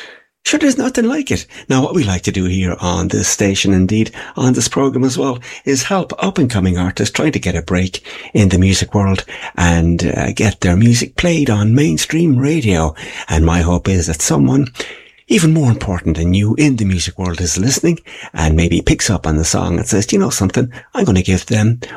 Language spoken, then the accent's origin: English; Limerick, Munster, Ireland; broadcasting from my home town city of Ireland. Of Limerick in Ireland.